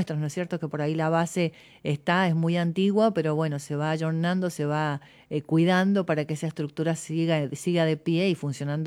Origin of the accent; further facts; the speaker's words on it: Mendoza, Argentina; De nuestro origen, origen como provincia, como argentinos